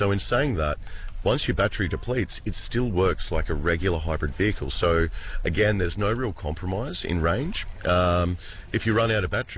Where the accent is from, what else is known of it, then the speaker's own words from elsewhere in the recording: Tamworth, New South Wales, Australia; being born and bred in Tamworth and working specifically at Tamworth GWM at JT Fossey